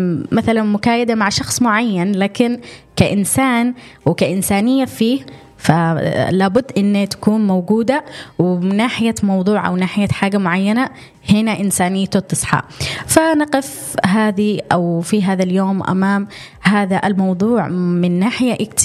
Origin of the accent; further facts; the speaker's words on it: Yemen; من دولتنا احنا من اليمن